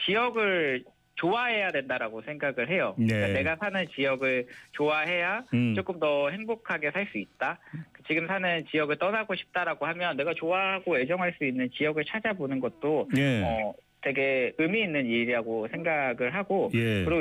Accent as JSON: {"language": "Korean", "town": "Asan", "region": "South Chungcheong", "country": "South Korea", "tie": "born or raised there", "said": "저도 사실 이제 아산이 고향이기는 하지만"}